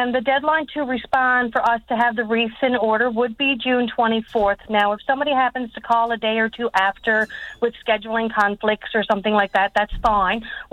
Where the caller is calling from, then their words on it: Grand Falls-Windsor, Newfoundland and Labrador, Canada; Actually, I'm calling from the Royal Canadian Legion Branch 12 in Grenfell's Windsor.